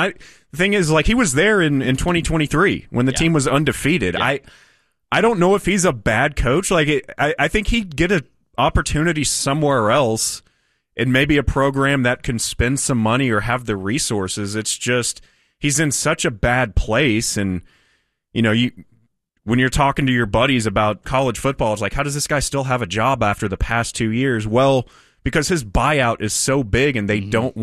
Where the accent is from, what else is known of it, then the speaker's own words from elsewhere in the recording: Dallas, Texas, United States; I'm being from Dallas, I want SMU to win just to make it interesting.